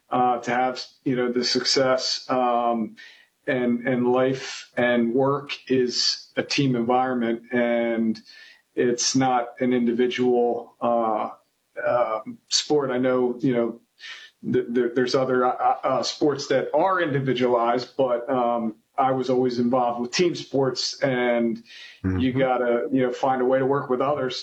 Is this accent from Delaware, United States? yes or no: yes; Wilmington, Delaware, United States; Yeah, from Wilmington, Delaware. I have two brothers and a sister. I am the second oldest.